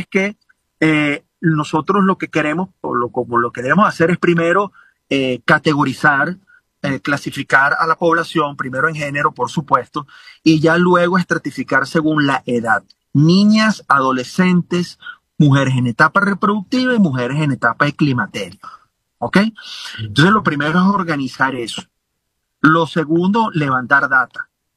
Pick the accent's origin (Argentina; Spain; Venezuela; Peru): Venezuela; todos somos médicos venezolanos, certificados, acreditados